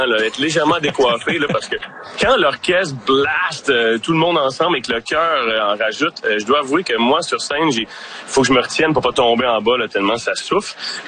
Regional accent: Repentigny, Quebec, Canada; D'où je viens? Moi, je viens de Lanaudière. C'est un petit gars de Repentigny.

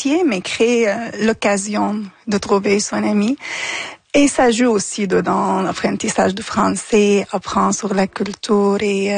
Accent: Damascus, Damascus Governorate, Syria; now in Quebec, Canada; Écoute, moi, je viens de Damas, une ville, elle est considérée la première ville populée dans l'histoire.

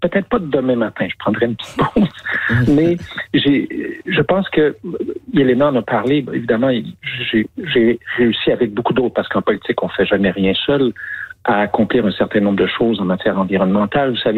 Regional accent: La Tuque, Quebec, Canada; moved away; je suis au premier salon du livre de Latuc, ma ville natale.

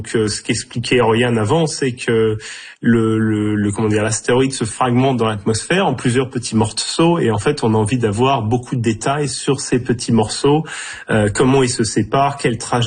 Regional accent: Normandy, France; now in Australia; c'est très proche de là d'où je viens, en Normandie.

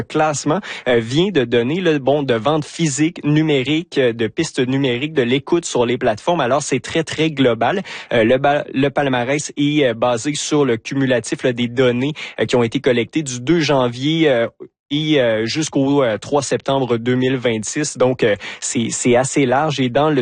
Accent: Quebec, Canada

